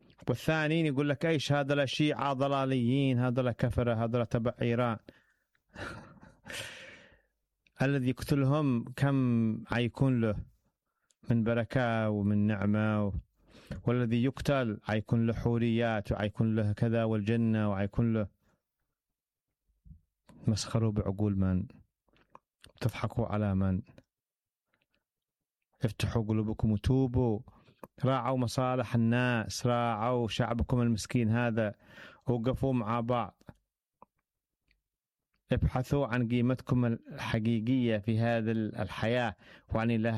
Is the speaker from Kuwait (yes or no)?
no; Yemen; انا مسيحي يمني